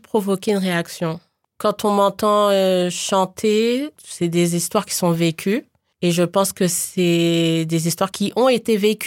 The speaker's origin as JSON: {"language": "French", "town": "Paris", "region": "Île-de-France", "country": "France", "tie": "born or raised there", "said": "Voilà, je suis d'origine guadeloupéenne, mais née à Paris. Mm-hmm. J'ai vécu à Paris, dans la banlieue parisienne."}